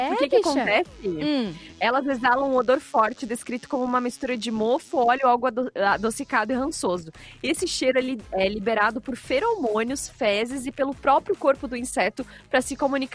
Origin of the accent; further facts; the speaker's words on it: Santos, São Paulo, Brazil; Sou de Santos, São Paulo e conheci Floripa em 2006.